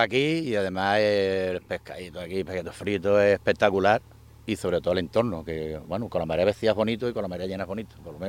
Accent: Puerto Real, Andalusia, Spain; yo soy de Puerto Real

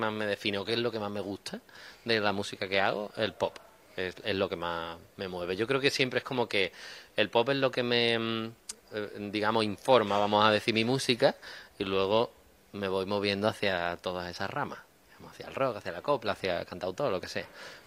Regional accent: Málaga, Andalusia, Spain; me inspira Málaga, los malagueños y mi tierra me inspira

